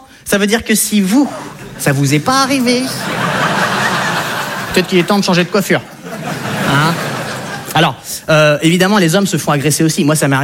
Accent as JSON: {"language": "French", "country": "France"}